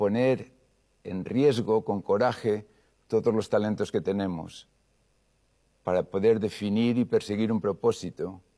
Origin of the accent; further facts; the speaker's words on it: Valencian Community, Spain; now in Boston, United States; Soy valenciano